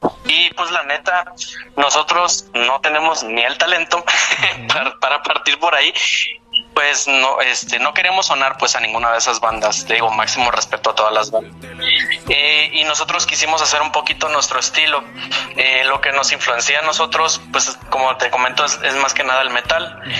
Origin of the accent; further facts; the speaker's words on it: La Paz, Baja California Sur, Mexico; somos de La Paz, acá Baja California Sur, para los que no lo saben, y pues no, hombre, estamos muchos kilómetros